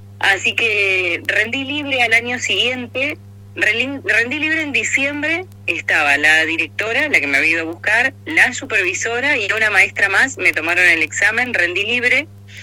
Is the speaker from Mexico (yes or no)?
no; Chubut, Argentina; also born or lived in Trelew; fue por distintos lugares, mi secundaria, que fue por distintos pueblos de Chubut, hasta que un día me vine acá a la ciudad de Trelew y termino los últimos años de secundaria